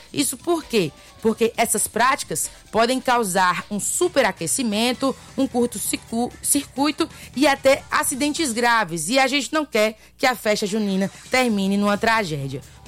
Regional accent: Northeast Region, Brazil; Nós que somos nordestinos, amanhã é dia de quê?

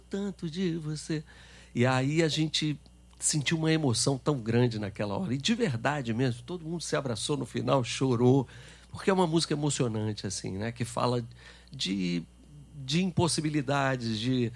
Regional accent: Brasília, Federal District, Brazil; also born or lived in Rio de Janeiro; eu tava em Brasília, eu morei lá muitos anos, né? Cresci lá, sou carioca, mas pai transferido para lá, essa história assim.

